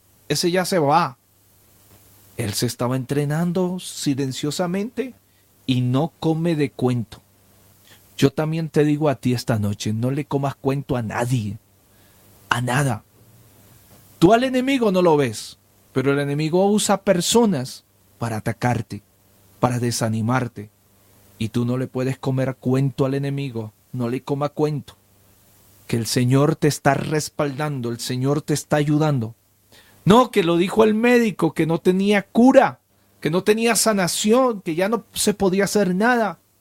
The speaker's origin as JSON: {"language": "Spanish", "town": "Ocaña", "region": "Norte de Santander", "country": "Colombia", "tie": "born there", "moved": "yes"}